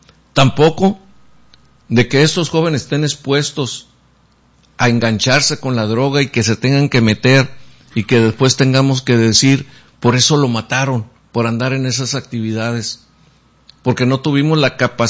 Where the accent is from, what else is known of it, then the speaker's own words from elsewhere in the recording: Mexico; qué estamos haciendo todos como mexicanos